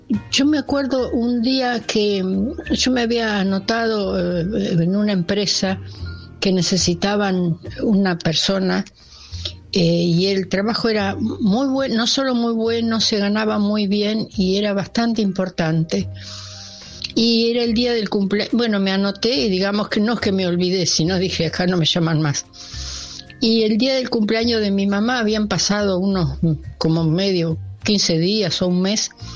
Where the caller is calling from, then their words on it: La Plata, Buenos Aires Province, Argentina; de La Plata.